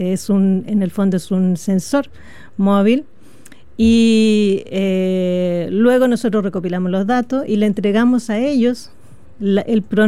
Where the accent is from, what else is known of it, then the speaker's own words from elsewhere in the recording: Chile; Somos un país de Valle Central